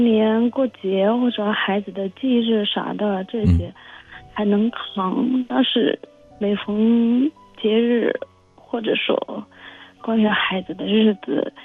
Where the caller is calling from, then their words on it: Dali, Yunnan, China; 因为我们是大理这边的。